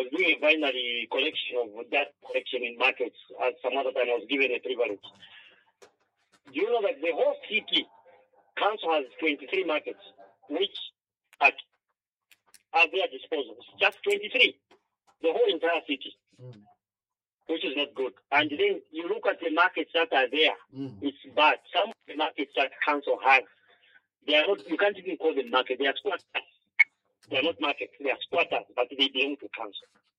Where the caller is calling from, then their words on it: Solwezi, North-Western Province, Zambia; I'm calling you from Solwezi.